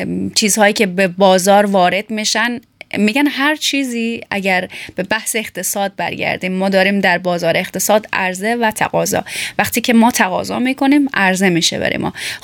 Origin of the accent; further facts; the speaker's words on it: Iran; born there; وقتی که خب ما در ایران متولد شدیم بعد از او به افغانستان آمدیم